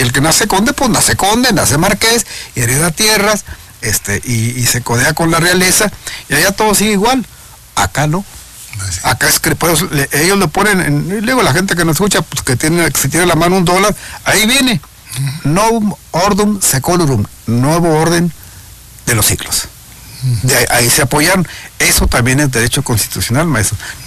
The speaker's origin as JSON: {"language": "Spanish", "country": "Mexico", "said": "nosotros como mexicanos decidimos construir un país."}